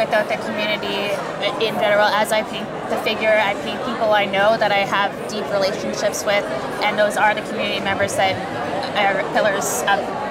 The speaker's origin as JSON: {"language": "English", "town": "Halifax", "region": "Nova Scotia", "country": "Canada", "moved": "yes", "lives_now": "Winnipeg, Canada", "said": "I mentioned I am from Halifax."}